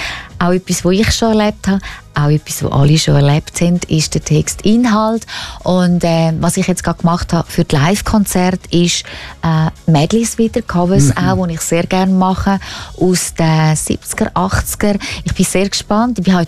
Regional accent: Davos, Graubünden, Switzerland; moved away; Aber ich bin im Bündnerland in Davos aufgewachsen. Und das ist natürlich nicht das Gleiche. Man vermisst das auch.

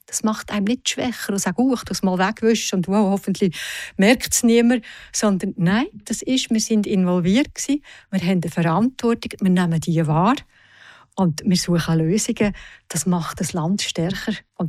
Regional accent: Aargau, Switzerland; born or raised there; also born or lived in Zug

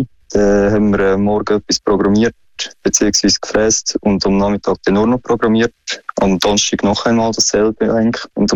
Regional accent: Switzerland; wir Schweizer

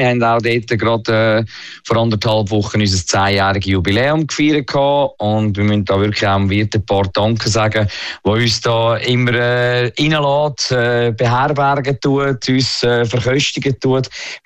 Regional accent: Switzerland; da bin ich für die Schweiz. Das ist mein Heimatland.

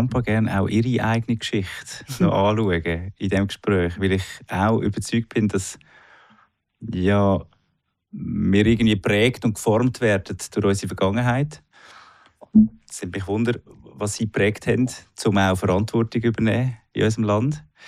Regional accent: Zug, Switzerland; born there

